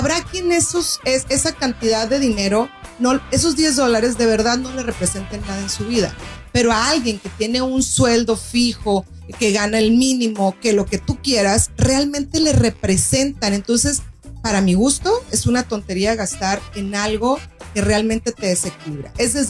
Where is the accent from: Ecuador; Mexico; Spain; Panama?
Mexico; Tomen en cuenta que soy mexicana y ranchera, ¿no?